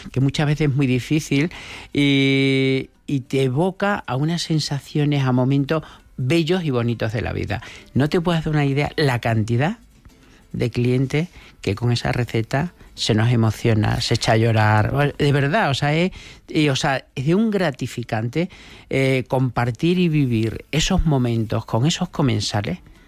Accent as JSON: {"language": "Spanish", "region": "Extremadura", "country": "Spain", "said": "cómo somos los extremeños"}